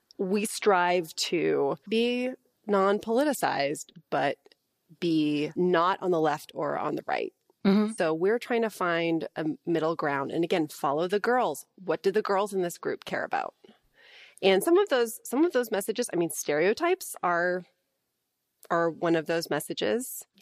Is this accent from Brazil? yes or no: no; United States; Well, look, I'm an American. That's what I know.